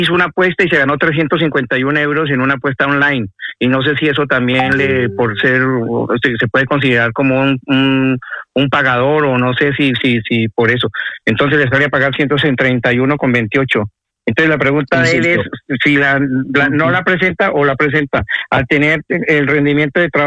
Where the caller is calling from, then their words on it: Madrid, Community of Madrid, Spain; de Madrid